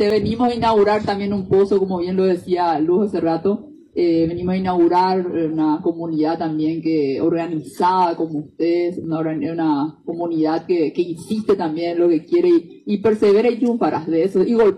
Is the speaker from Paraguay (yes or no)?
yes; Paraguay; de ser buenos paraguayos